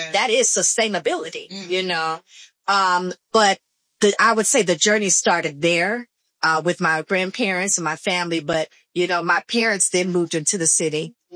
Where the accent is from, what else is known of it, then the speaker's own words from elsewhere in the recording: Spencer, Oklahoma, United States; I grew up in Spencer, Oklahoma, St. John's CME Methodist Church.